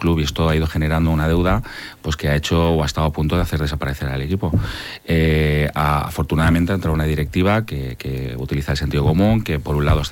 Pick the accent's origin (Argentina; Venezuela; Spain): Spain; Gandia, Valencian Community; yo que soy de Gandía, que he jugado más de 10 años en el Club de Fútbol Gandía